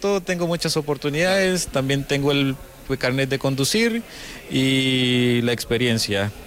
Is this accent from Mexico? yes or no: no; Nicaragua; now in Spain; Como nicaragüense las conozco la mayoría, a diferencia nada más que cambian un poco el nombre